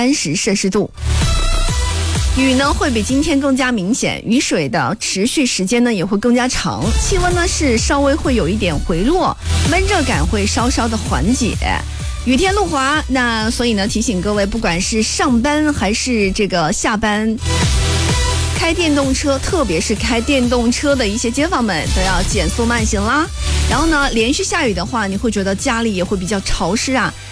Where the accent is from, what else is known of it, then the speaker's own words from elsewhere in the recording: Guangdong, China; 咱们广东人过节主打一个看天吃饭